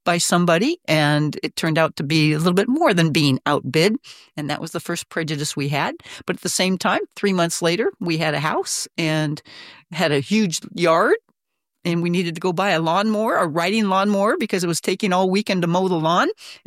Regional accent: Aberdeen, Washington, United States; Myself and my sweetie came here 35 years ago. I came from Aberdeen, Washington.

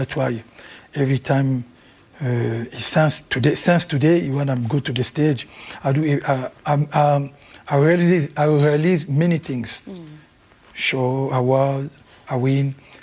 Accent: Kinshasa, DR Congo; English is a second language; I never speak Swahili when I grew up in Kinshasa. I speak just Lingala, a little bit French.

